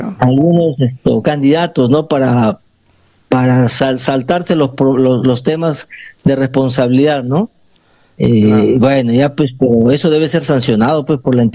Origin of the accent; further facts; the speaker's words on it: Corral Quemado, Amazonas, Peru; Antes de 1984, Corral Quemado pertenecíamos a la provincia de Bagua, ¿no? Pero ya no, pues, después de 1984 ya somos la provincia de Ucuama.